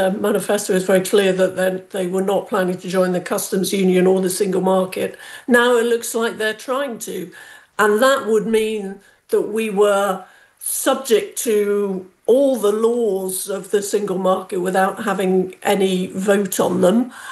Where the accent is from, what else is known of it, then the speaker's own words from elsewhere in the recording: England, United Kingdom; we are English